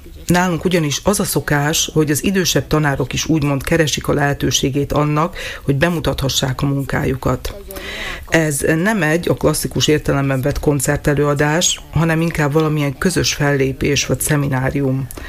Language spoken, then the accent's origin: Hungarian; Japan; moved away as an adult; now in Bratislava, Slovakia; Nálunk Japánban nincs alapfokú művészeti iskola, állami konzervatórium sincs